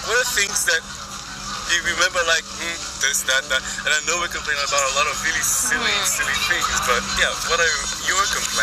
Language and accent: English; Brazil; I grew up really poor in Brazil.